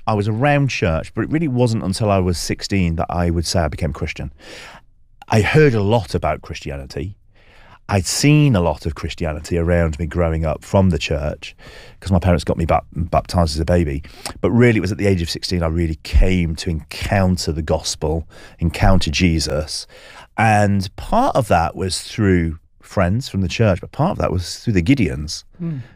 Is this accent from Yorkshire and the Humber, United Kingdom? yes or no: yes; Yorkshire and the Humber, United Kingdom; I grew up in West Yorkshire in a mining town. Really spent a lot of time with my grandparents on the local council estate